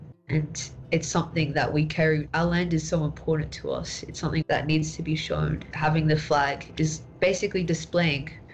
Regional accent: Matraville, New South Wales, Australia; I think I saw it most in the area I grew up in Matraville.

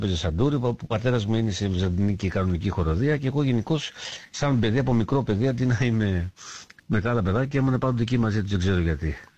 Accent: Livadeia, Central Greece, Greece; Η καταγωγή μου είναι από τη Λιβαδιά

